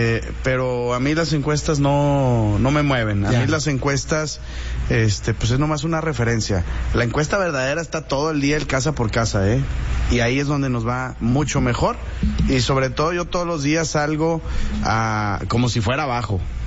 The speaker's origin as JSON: {"language": "Spanish", "town": "Saltillo", "region": "Coahuila", "country": "Mexico", "said": "para servir a mi ciudad, para servir a mi tierra, para servir a la gente y sobre todo para hacer cosas buenas por Saltillo."}